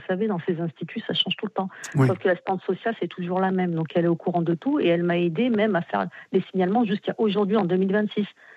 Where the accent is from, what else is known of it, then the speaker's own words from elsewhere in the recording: France; born there; Moi, je suis d'origine maghrébine, tunisienne. Oui. Lui aussi. Moi, je suis née en France.